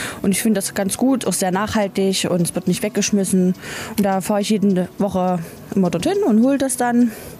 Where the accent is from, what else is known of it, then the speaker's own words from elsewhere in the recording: Teuchern, Saxony-Anhalt, Germany; ich komme aus Teuchern.